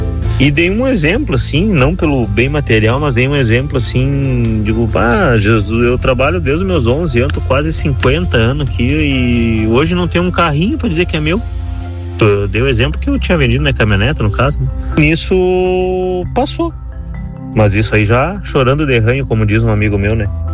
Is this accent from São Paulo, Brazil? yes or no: no; Santa Maria, Rio Grande do Sul, Brazil; Sou da cidade de Santa Maria, Rio Grande do Sul.